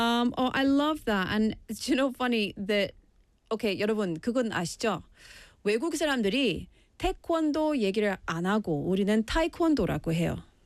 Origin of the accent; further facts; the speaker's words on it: Scotland, United Kingdom; I'm from Scotland, so it's not too hard to get to the Mediterranean from where I am.